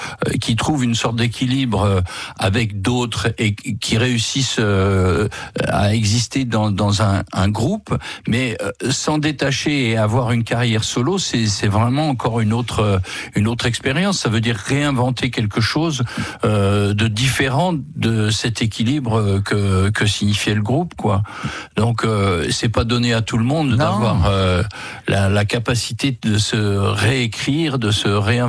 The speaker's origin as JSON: {"language": "French", "region": "Grand Est", "country": "France", "also_born_or_lived": "New York", "moved": "yes", "said": "je suis lorrain."}